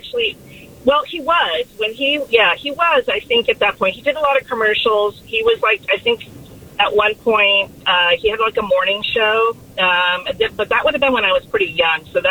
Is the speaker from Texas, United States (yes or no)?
no; Chico, California, United States; now in Antelope, United States; So I grew up in Chico also.